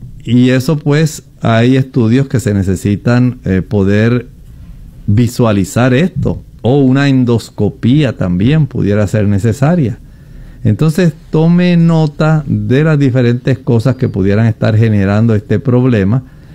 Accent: Colombia; cómo se le conoce a la planta rusco en mi país, en Colombia

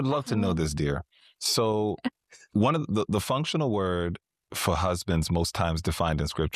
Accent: New York, United States; we're both New Yorkers.

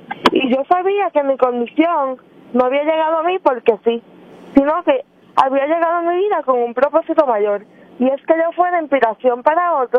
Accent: Aguada, Puerto Rico; Soy del pueblo de Aguada.

